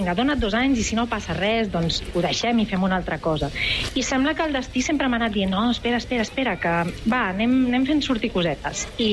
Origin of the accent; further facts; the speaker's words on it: Catalonia, Spain; accent: Catalan; Jo suposo que és la influència aquesta del català en el meu accent.